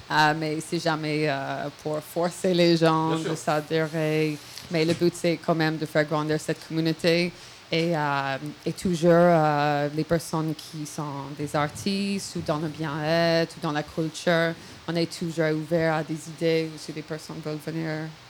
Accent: Ireland; Et même chez moi en Irlande, ça se fait beaucoup.

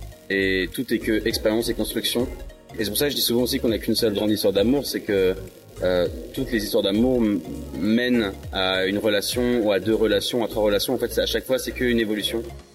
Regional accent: Angoulême, Nouvelle-Aquitaine, France; Angoulême, là d'où je viens

